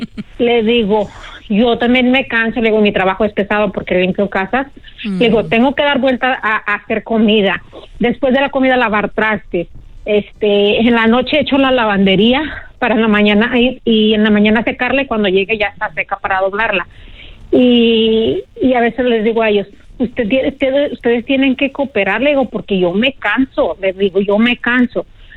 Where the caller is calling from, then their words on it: Illinois, United States; Del estado de Illinois.